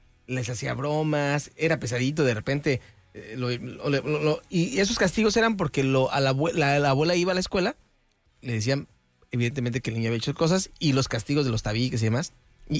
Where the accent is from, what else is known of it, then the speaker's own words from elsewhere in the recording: Nezahualcóyotl, State of Mexico, Mexico; Niño, soy de Ciudad Neza.